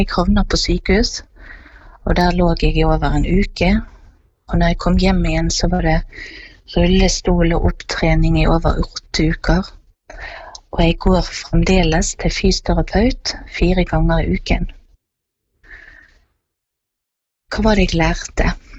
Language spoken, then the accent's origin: Norwegian; Bergen, Vestland, Norway; og jeg kommer fra Åsane nord for Bergen.